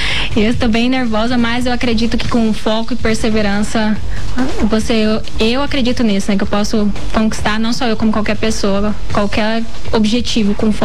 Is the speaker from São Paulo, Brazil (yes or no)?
no; Camapuã, Mato Grosso do Sul, Brazil; accent: strong accent (porta, porteira, portão); o pessoal de interior, que eu sou de Camapuã